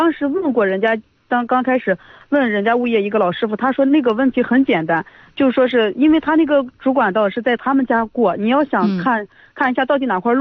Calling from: Yuncheng, Shanxi, China; 我是山西运城。

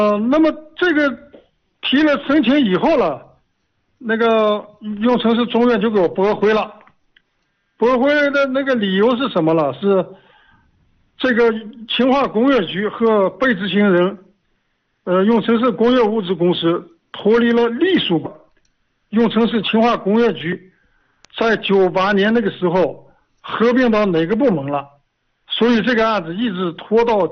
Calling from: Taiyuan, Shanxi, China; 我是太原的。

